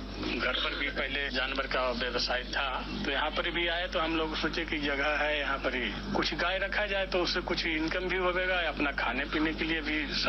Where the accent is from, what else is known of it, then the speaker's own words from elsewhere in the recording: Ara Gate, Jharkhand, India; हम आरा गेट के रहने वाले हैं।